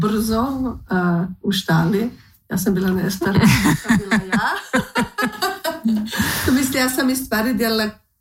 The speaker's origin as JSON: {"language": "Croatian", "town": "Wulkaprodersdorf", "region": "Burgenland", "country": "Austria", "tie": "born or raised there", "moved": "as an adult", "lives_now": "Eisenstadt, Austria", "said": "Ja sam iz Vulka Prodaštofa."}